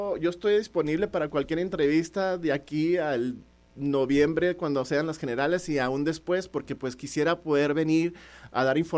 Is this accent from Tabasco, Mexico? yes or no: no; Nogales, Sonora, Mexico; moved away as an adult; regreso a mi pueblo, a mi pueblo natal